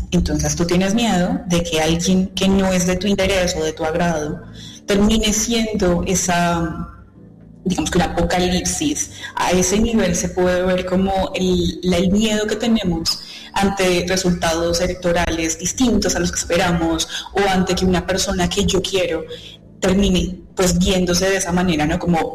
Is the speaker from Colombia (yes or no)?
yes; Colombia; también hay que entender que somos de Colombias distintas, de momentos históricos distintos, de realidades sociales diferentes